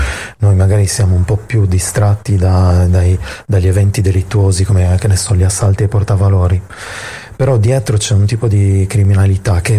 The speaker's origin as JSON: {"language": "Italian", "region": "Sardinia", "country": "Italy", "accent": "Sardinian", "said": "sentivano il mio accento e dicevano: ah, bellissima Sardegna, Villa Simius, maialetto e nuraghi."}